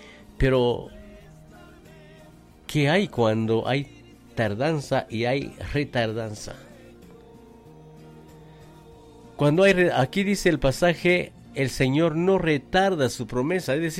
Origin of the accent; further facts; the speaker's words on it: Guatemala; somos buenos chapines.